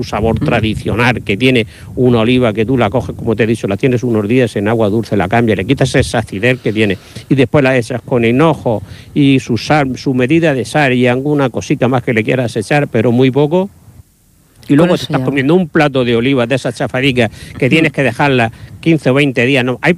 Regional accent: Cieza, Region of Murcia, Spain

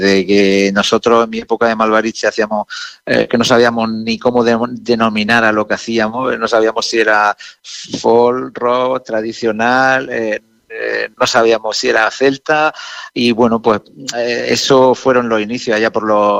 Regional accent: Murcia, Region of Murcia, Spain; yo soy de Murcia. Yo aporto instrumentos tradicionales de la región de Murcia, que son los guitarros.

